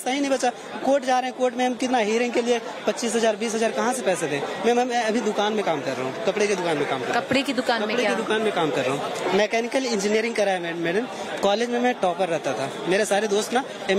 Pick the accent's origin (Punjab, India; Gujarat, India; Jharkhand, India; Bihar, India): Jharkhand, India; first language Khortha; Hindi is a second language; हमारा मातृभाषा खोरठा है, मैं यहाँ का मूलवासी हूँ